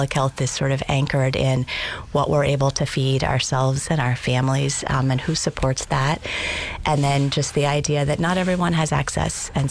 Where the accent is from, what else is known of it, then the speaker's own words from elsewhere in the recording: Kentucky, United States; also born or lived in Southern Africa; I'm from Eastern Kentucky, and I grew up in a family that farmed, and I was sort of desperate to get out, which took me to the Peace Corps and then to Southern Africa.